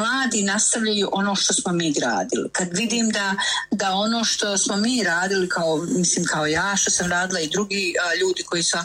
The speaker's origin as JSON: {"language": "Bosnian", "country": "Bosnia & Herzegovina", "said": "ma najbolje je bilo ono kod nas u Bosni, ovi muški uveče sjede, zapale cigaru i počnu raspravljati o policiji"}